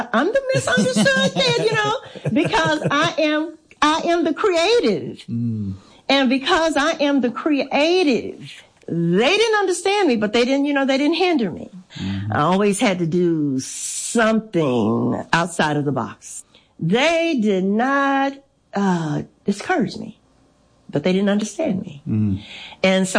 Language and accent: English; Shreveport, Louisiana, United States; I actually grew up in Shreveport in the, we call it, it's the Cedar Grove area, but Pine Valley is a little cove of neighborhood that I grew up in. Very, kind of strict, Baptist upbringing.